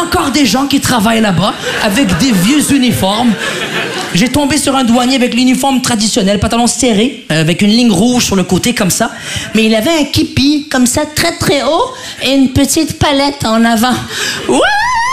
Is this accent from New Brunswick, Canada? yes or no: no; Quebec, Canada; now in Paris, France